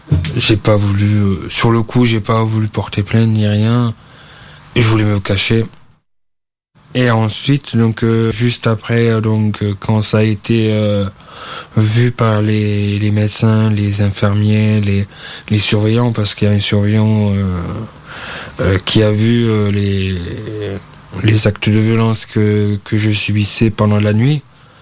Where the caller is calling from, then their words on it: Bayonne, Nouvelle-Aquitaine, France; j'ai 30 ans, je travaille dans les espaces verts, j'habite à Bayonne.